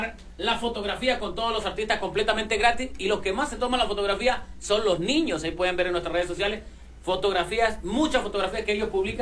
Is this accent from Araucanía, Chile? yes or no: no; Viña del Mar, Valparaíso, Chile; Yo soy de Chile, de Viña del Mar, Chile.